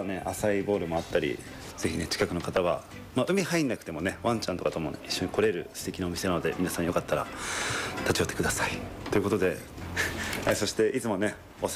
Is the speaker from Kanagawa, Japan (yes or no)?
yes; Chigasaki, Kanagawa, Japan; 僕の地元茅ヶ崎